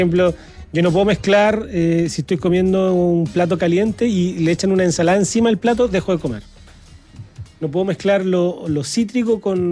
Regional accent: Retiro, Maule, Chile; moved away

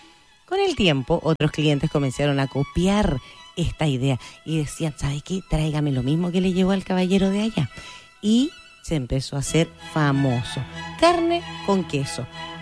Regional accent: Chile; los chilenos somos buenos para inventar cosas

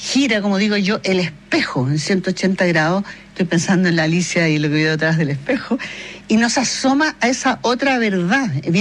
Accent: Chile; Y entonces uno, como chileno, no conoce la historia

